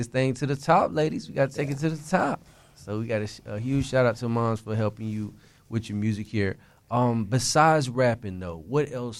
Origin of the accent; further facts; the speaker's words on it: Orlando, Florida, United States; I was raised in Orlando. I'm talking about Palermo. I'm talking about Westmoreland, OBT, all of that.